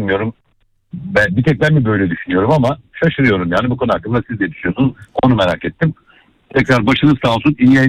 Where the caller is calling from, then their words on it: Istanbul, Turkey; ben İstanbul'dan.